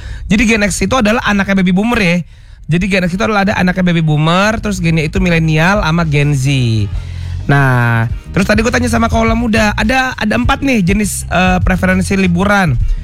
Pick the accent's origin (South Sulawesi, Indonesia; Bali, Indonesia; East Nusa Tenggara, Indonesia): South Sulawesi, Indonesia; Makassar; aku tuh sebenarnya orang Makassar.